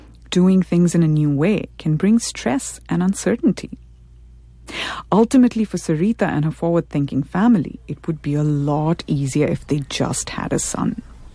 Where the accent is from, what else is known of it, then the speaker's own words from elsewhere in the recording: India; Now, I grew up in India, in an urban middle-class family.